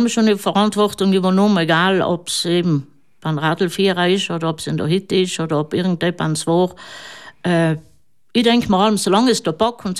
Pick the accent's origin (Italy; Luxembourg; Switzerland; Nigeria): Italy; Trentino-Alto Adige; wir sind Südtiroler. Also wir dürfen Steuern zahlen für den italienischen Staat, aber im Grunde genommen sind wir Südtiroler.